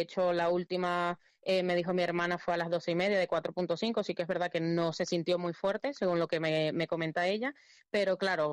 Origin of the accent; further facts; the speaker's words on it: Venezuela; now in León, Spain; la verdad que nosotros como venezolanos estando fuera somos bastante unidos